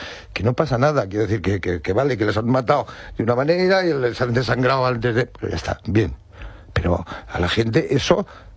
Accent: Madrid, Community of Madrid, Spain; yo soy de esa radio, yo soy de Usera, o sea, me lo

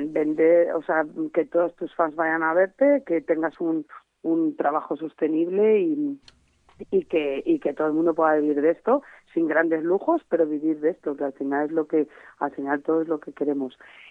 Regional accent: Segorbe, Valencian Community, Spain; moved away as an adult; also born or lived in London; que yo soy de Segorbe, de Castellón

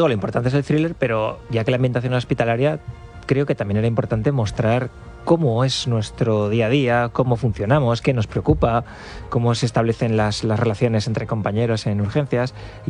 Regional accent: La Rioja, Spain; also born or lived in Zaragoza; now in San Sebastián, Spain; Soy riojano, trabajaba, ejercía en Zaragoza, pero llevo 5 años en San Sebastián. Y sí, es un pueblo.

